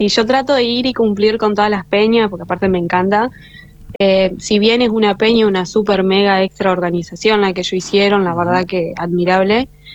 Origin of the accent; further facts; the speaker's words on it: Santa Fe, Argentina; si bien soy santafesina